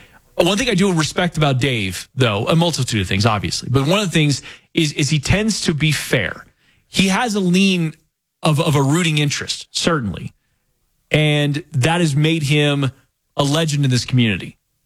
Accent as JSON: {"language": "English", "town": "Denver", "region": "Colorado", "country": "United States", "tie": "born or raised there", "said": "Like, I like my hometown play-by voices pulling for the team. I love that. Whether it's the Nuggets, the Avs, the Broncos, or the Rockies."}